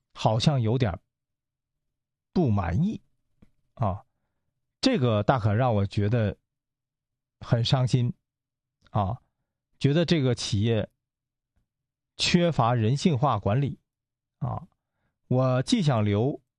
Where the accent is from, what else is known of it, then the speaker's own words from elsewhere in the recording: Northeast China, China; 咱们东北话不差事儿